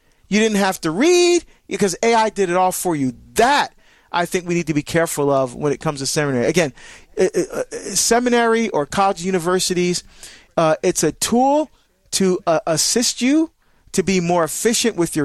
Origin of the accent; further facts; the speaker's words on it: New Jersey, United States; Well, I'll tell you, my home state of New Jersey is running the table today on the calls.